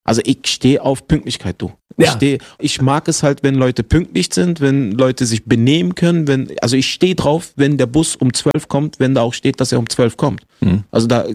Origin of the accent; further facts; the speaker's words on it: Berlin, Germany; Geboren, aufgewachsen in Berlin.